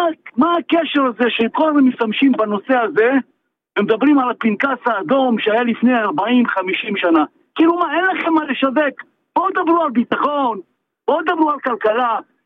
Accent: Iran; אני פרסי, פרסי הוא בן עדות המזרח, נכון?

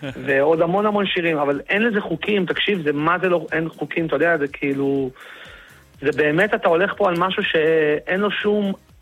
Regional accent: Iran; אני פרסי, אמנם, אבל...

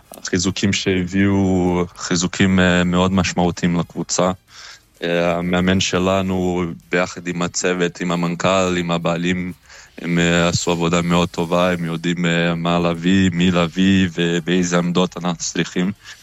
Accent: Brazil; now in Israel; איזה ארגנטינה, אני ברזילאי.

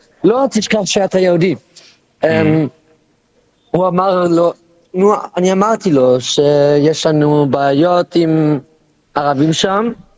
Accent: Berlin, Germany; Hebrew is a second language; אני משחק כדורגל בברלין, בגלל אני מברלין

